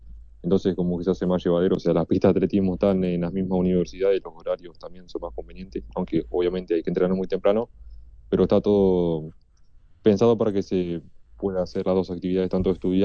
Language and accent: Spanish; Rivera, Uruguay; also born or lived in United States; Sí, soy del norte de Uruguay.